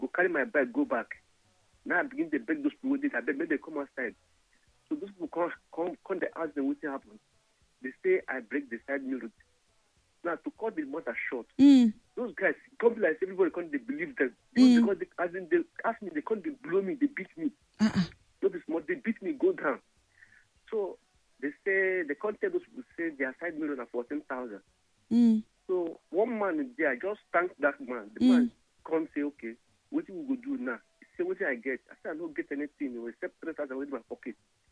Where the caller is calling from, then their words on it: Lagos, Nigeria; I'm calling from Koko area.